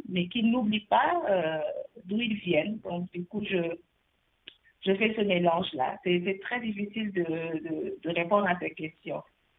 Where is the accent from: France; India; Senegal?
Senegal; born there